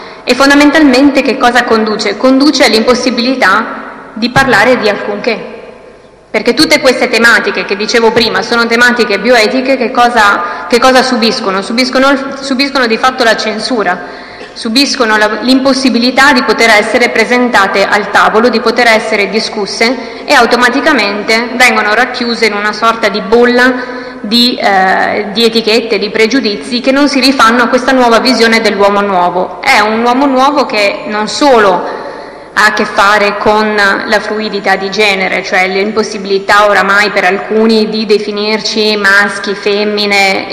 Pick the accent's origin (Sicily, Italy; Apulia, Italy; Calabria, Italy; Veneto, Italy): Veneto, Italy; Ricordo da Veneta la battaglia di Futuro Nazionale proprio in Veneto